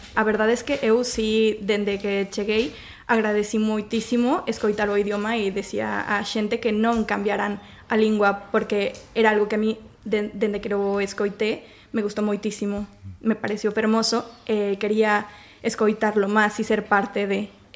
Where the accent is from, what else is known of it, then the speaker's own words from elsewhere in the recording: Mexico; Galician is a second language; now in Spain; Eu son mexicana.